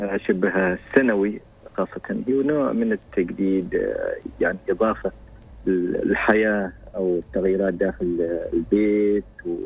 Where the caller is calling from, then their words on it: Sohar, Al Batinah North, Oman; حاليا أكلمكم من صحار.